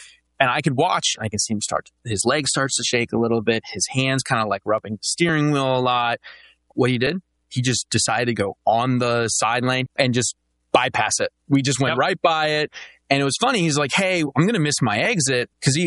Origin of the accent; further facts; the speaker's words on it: Pennsylvania, United States; now in Dallas, United States; I'm originally from Pennsylvania.